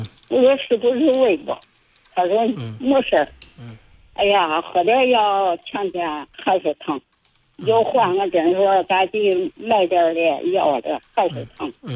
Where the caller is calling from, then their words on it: Shijiazhuang, Hebei, China; 我是石家庄的。